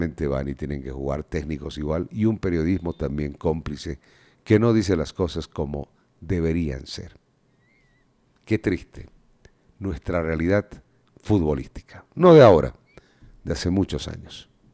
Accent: Bolivia

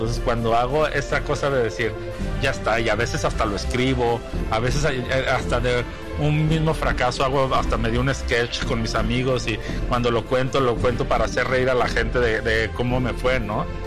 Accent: Mexico; Me considero una persona positiva y echada para adelante como buen mexicano

